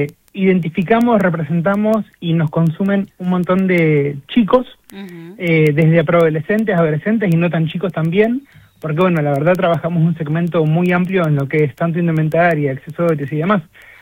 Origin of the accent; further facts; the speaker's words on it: Río Gallegos, Santa Cruz, Argentina; Que somos de acá, que somos de Río Gallegos, que somos de Santa Cruz, que somos de la Patagonia, y somos orgullosamente de esta zona, de este lugar, y lo elegimos